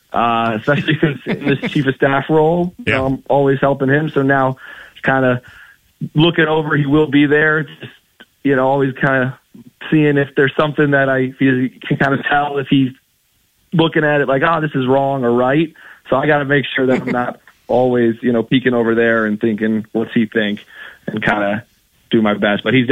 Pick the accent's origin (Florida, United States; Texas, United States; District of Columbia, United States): District of Columbia, United States; Washington; I'm actually from Washington, D.C.